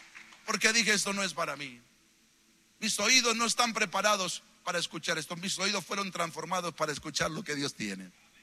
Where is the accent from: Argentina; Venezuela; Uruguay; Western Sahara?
Argentina; en Argentina nosotros sacamos pecho como argentinos